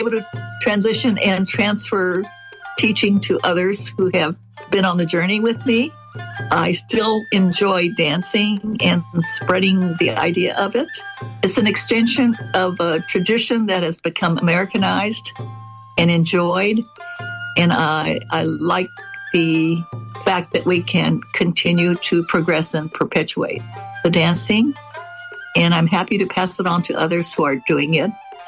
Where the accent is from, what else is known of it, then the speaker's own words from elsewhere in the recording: San Jose, California, United States; San Jose, where I'm from, my hometown, is unique in that we may have, we probably have the largest Obon dance festival.